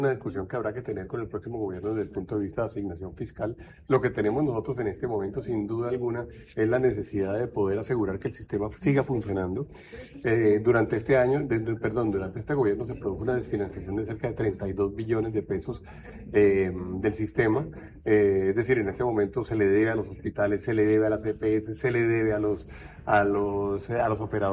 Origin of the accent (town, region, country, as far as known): Colombia